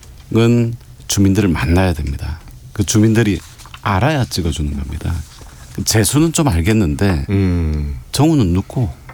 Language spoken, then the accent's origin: Korean; Busan, South Korea; 제가 지금 계속 집도 부산이시고. 매주 내려가고 있고 제가 네네네. 부산 출신이고